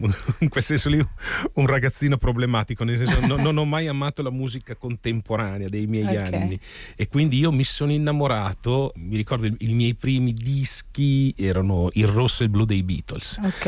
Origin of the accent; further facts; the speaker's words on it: Carpi, Emilia-Romagna, Italy; Io sono cresciuto a Carpi, in Emilia.